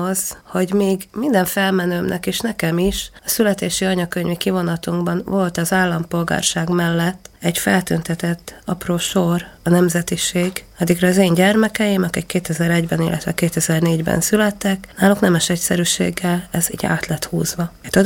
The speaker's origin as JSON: {"language": "Hungarian", "town": "Berehove", "region": "Zakarpattia Oblast", "country": "Ukraine", "tie": "born or raised there", "first_language": "Hungarian", "moved": "as an adult", "lives_now": "Hungary", "said": "megszenvedtem én a szülőhazámat. Én azt gondolom, hogy én megéltem, és megélem a mai napig azt, hogy én kárpátaljai vagyok, és talán az ember 37 évig él valahol, nem leszek soha máshonnai, mindig Beregszászi leszek."}